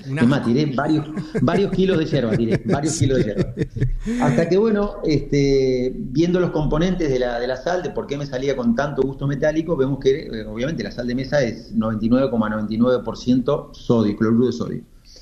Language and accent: Spanish; San Pedro, Argentina; soy de San Pedro, como bien dijiste, y me gusta mucho el deporte, me gusta la actividad física, y siempre cuando voy al gimnasio acá en San Pedro